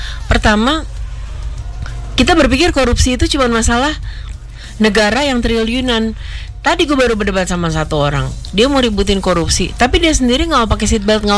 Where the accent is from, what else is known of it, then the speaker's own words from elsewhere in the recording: Germany; now in Indonesia; Kan gue lahir besar di Jerman dengan Pak Habibie dan segala macam.